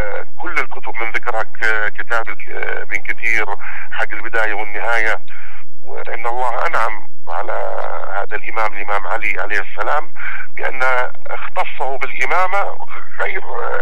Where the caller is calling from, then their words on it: Yemen; وإحنا أبناء الجنوب مسلمين تسليم مطلق خاصة محافظة المهرة